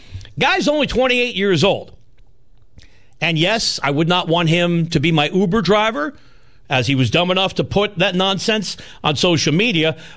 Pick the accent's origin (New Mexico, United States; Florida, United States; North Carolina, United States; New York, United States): New York, United States; my mom and I watched the telethon every year on growing up in the New York Tri-State area on Channel 9